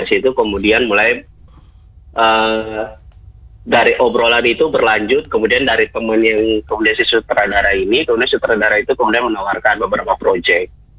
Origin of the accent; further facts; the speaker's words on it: Maluku, Indonesia; saya asli Maluku